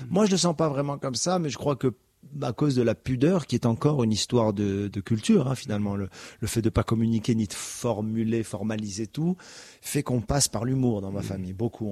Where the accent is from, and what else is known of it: Casablanca, Casablanca-Settat, Morocco; born there